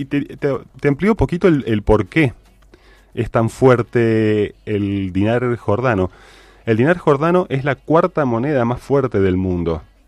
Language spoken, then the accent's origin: Spanish; Argentina